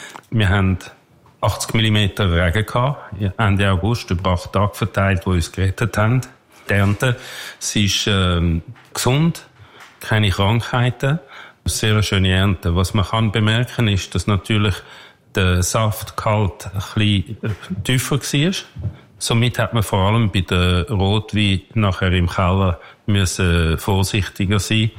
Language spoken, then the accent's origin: German; Herliberg, Zurich, Switzerland; also born or lived in Basel; Ich bin ein Zürcher Bürger, mit einem Viertel Berner Blut und in Basel geboren, also richtige Deutsch-Schweizer Mischung. Und aufgewachsen in Herliberg, tatsächlich an der Goldküste ab ganz oben.